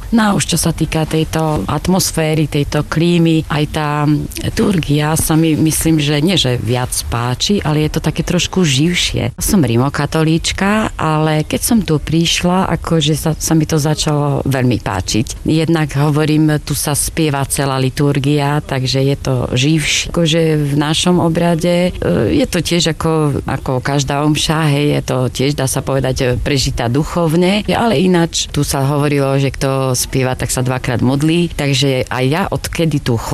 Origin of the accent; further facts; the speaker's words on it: Ľubotín, Prešov Region, Slovakia; Som z Ľubotína, z okresu Stará Ľubovňa.